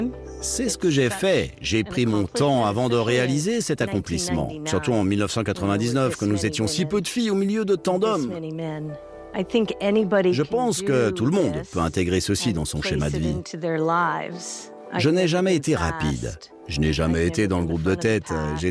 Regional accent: Toronto, Ontario, Canada; je viens de Toronto, Canada, je me suis engagé sur l'Ironman de Tours en France.

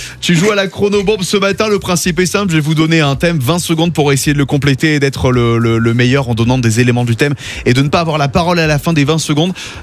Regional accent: Montpellier, Occitanie, France; Je viens de Montpellier et je peux te dire que si tu dis à Montpellier, on va à la mer ou quoi?

